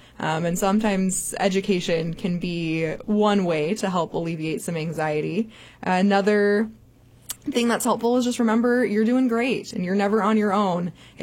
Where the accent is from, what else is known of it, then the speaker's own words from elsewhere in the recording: Las Vegas, Nevada, United States; moved away as an adult; also born or lived in Missouri; now in Farmington, United States; I'm originally from Las Vegas, Nevada.